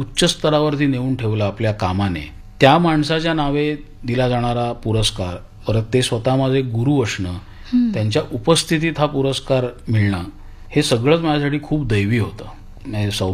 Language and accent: Marathi; Maharashtra, India; म्हणजे मी मराठी भाषिक आहे पण मला उद्या जर बंगाली गाणं वाजवायचं असेल त्याचं नोटेशन जर समोर असेल तर ते मी वाजवू शकतो